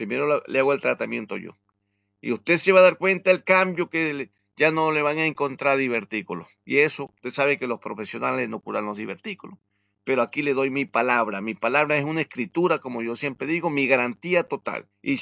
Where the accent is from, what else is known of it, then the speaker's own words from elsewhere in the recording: Ecuador; now in Solís de Mataojo, Uruguay; me encuentra como … el Facebook.